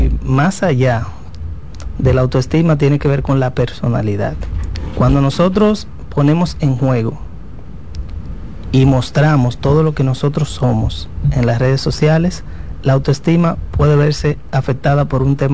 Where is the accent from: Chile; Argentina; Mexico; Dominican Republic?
Dominican Republic; como dominicanos que somos muy afectivos